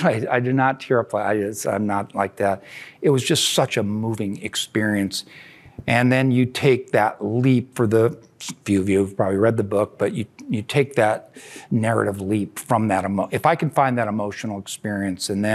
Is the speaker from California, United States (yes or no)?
yes; Claremont, California, United States; I grew up in Claremont